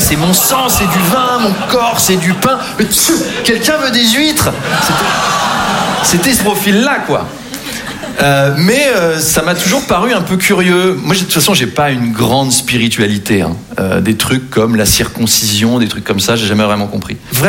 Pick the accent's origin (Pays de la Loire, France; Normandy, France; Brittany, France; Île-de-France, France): Île-de-France, France; Versailles; Moi, j'ai grandi à Versailles, hein, très très catholique comme environnement